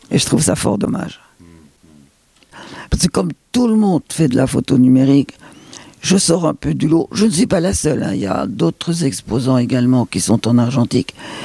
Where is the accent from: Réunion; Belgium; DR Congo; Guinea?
Belgium; now in Châtillon, France; Je suis belge aussi, il n'est pas fait. Et voilà. Moi, j'étais à l'internat en Belgique, très jeune, à partir de 8 ans jusqu'à mes 20 ans.